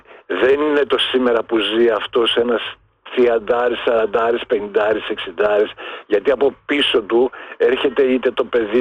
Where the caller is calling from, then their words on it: Germany; από Γερμανία.